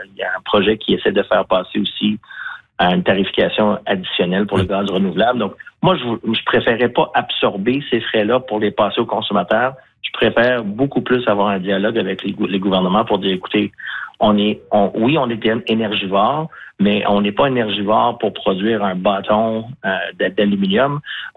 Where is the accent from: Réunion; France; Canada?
Canada; Sainte-Croix, Quebec; je salue tous les gens de la grande capitale, ma ville natale de Sainte-Croix.